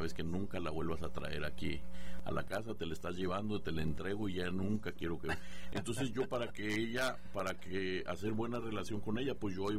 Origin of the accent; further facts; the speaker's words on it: Guadalajara, Jalisco, Mexico; Ah, pero sí, soy de Guadalajara.